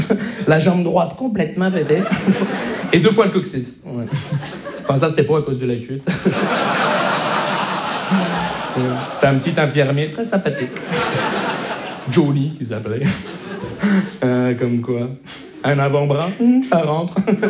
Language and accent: French; Montreal, Quebec, Canada; Bonjour, je me présente … je viens de Montréal.